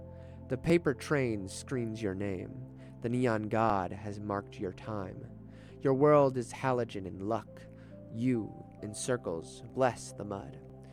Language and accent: English; London, United Kingdom; I grew up in London. Huge city, a vast metropolis.